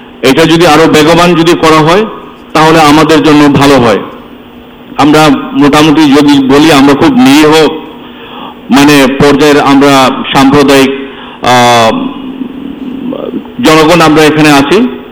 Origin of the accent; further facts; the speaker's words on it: Sylhet, Sylhet Division, Bangladesh; আজ আমাদের সিলেটবাসীর জন্য একটি আনন্দ এবং গৌরবের একটা দিন।